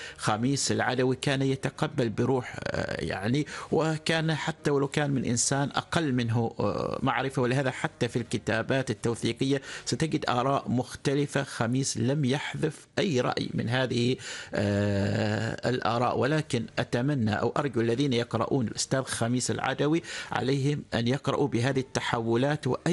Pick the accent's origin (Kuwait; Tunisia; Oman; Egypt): Oman; فيما يتعلق بالتفكير الديني عندنا في عمان